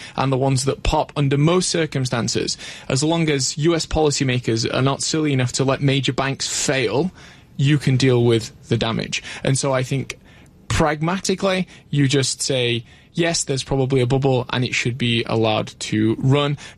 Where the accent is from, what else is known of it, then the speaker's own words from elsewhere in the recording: Sheffield, Yorkshire and the Humber, United Kingdom; I'm from Sheffield, I'm a yes. northerner.